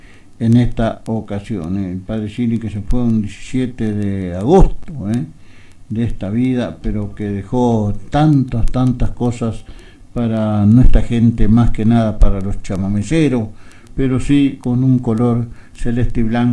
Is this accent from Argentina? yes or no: yes; Argentina; dejarnos avasallar como pueblo argentino